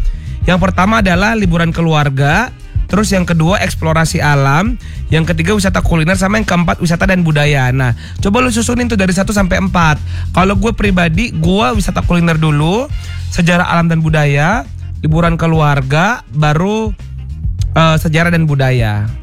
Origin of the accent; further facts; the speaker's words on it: Makassar, South Sulawesi, Indonesia; aku tuh sebenarnya orang Makassar.